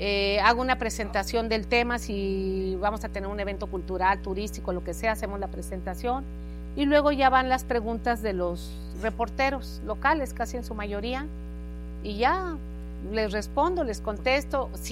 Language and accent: Spanish; Zacatecas, Mexico; born there; now in Veracruz, Mexico; yo nací en Zacatecas, pero tengo 40 años en Veracruz. Me casé con un veracruzano, mis hijas son veracruzanas. Mi vida ha sido Veracruz.